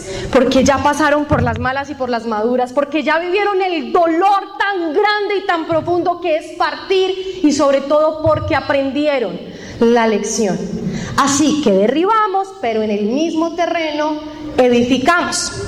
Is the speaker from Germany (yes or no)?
no; Eje Cafetero, Colombia; born there; Yo en mi adolescencia viví en el Eje Cafetero y me tocó el terremoto del 99. Mi casa se vio medio afectada del todo, pero no se cayó, o sea, quedó de pie.